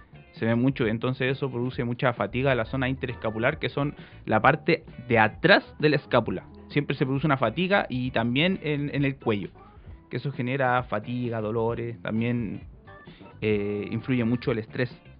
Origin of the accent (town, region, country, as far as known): Chile